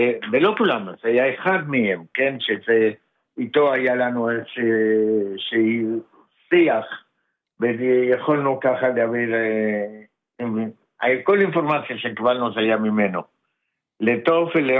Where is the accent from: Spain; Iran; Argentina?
Argentina; Hebrew is a second language; now in Urim, Israel; שלום, קודם כל אני מקיבוץ אורים.